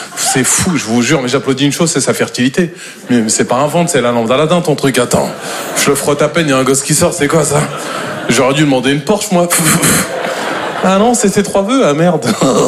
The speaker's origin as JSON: {"language": "French", "region": "Normandy", "country": "France", "said": "Moi, je suis normand de base"}